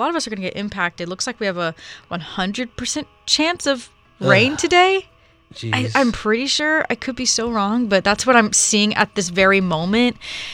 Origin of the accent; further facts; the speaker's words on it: Texas, United States; also born or lived in North Louisiana; now in Louisiana, United States; I'm from Texas. I just moved here 8 months ago. I moved here from North Louisiana